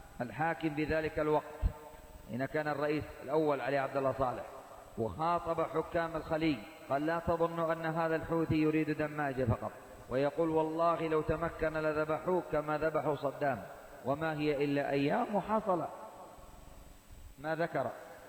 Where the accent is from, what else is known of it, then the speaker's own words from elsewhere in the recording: Yemen; عندنا في الشمال